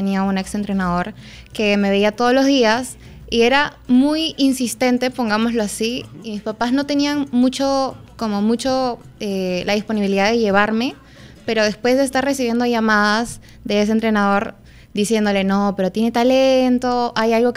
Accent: Trujillo, La Libertad, Peru; yo soy de Trujillo y allá no habían martillos de mi categoría en realidad. No había martillos, no había jaula, no había nada.

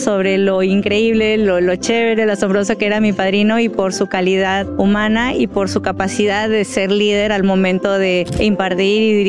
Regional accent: Peru; alegría que todos los peruanos nos sentimos identificados de tener un papa que se identifica como tal, como peruano.

